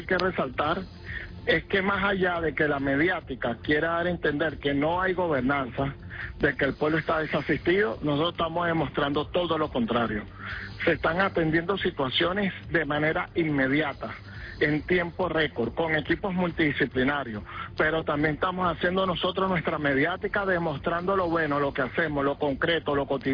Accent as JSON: {"language": "Spanish", "town": "Caracas", "region": "Capital District", "country": "Venezuela", "said": "Nosotros, como pueblo venezolano, en este caso caraqueños y caraqueñas"}